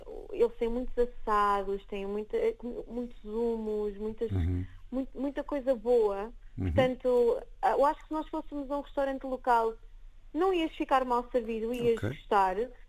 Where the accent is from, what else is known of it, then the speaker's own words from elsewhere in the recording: Portugal; moved away as an adult; now in Qatar; Eu sou portuguesa, nós somos portugueses